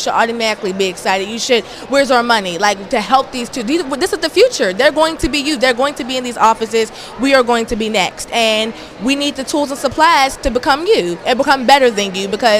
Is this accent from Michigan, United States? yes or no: no; Pittsburgh, Pennsylvania, United States; when we told them we were from Pittsburgh